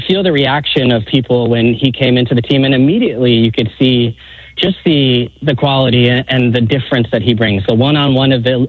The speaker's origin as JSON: {"language": "English", "region": "California", "country": "United States", "lives_now": "Brooklyn, United States", "said": "I live here in Brooklyn. I'm from the Bay Area. I'm going to fly back for this game."}